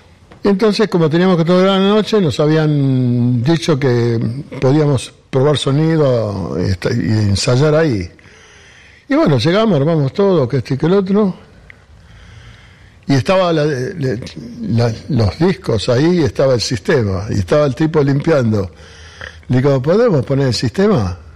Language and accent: Spanish; Buenos Aires, Argentina; also born or lived in Río Cuarto, Córdoba; now in Quilmes, Argentina; Me crié en Barracas, claro. Me crié en el tango